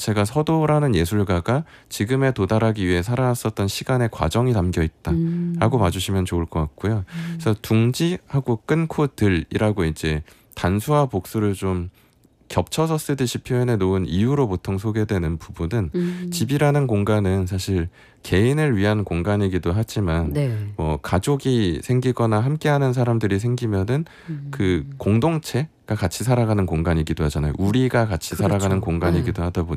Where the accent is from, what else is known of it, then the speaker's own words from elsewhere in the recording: Seoul, South Korea; also born or lived in Busan; 저는 어릴 때 처음에는 강서구 쪽에 살다가 부산 쪽에 잠깐 머물렀다가 다시 와서는 마포 살다가 지금은 또 노원 쪽에 갔다가 영등포 왔다가 이렇게 돌아다니면서